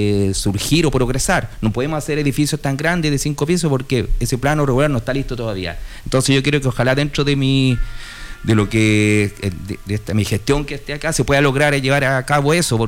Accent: San Felipe, Valparaíso, Chile; born there; also born or lived in Panquehue; Nací en Panquehue.

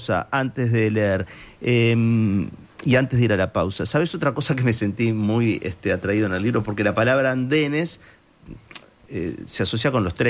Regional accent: Montevideo, Uruguay; Yo que soy de Sayago, fíjate que el tren fue la ilusión de mi infancia, ¿no?

